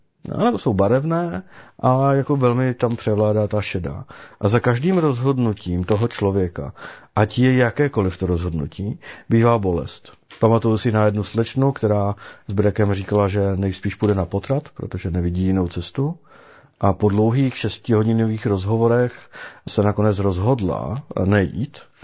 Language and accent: Czech; Opava, Moravian-Silesian Region, Czechia; born there; now in Bruntál, Czech Republic; já jsem se narodil v Opavě, vyrůstal jsem v nevěřící rodině, o Bohu jsem toho nikdy moc nevěděl